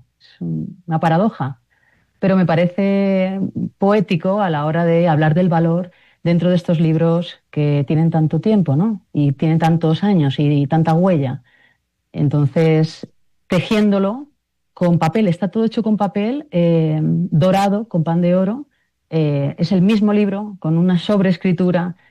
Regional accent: Spain; me ha costado bastante conseguirlos porque soy española

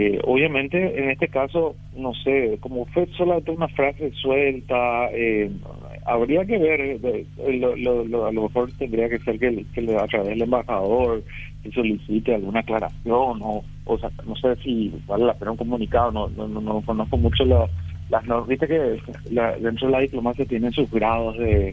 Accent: Paraguay

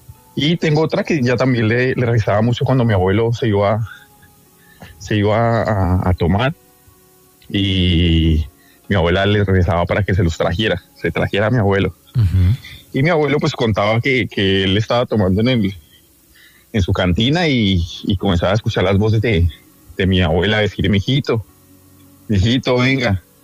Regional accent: Boyacá, Colombia

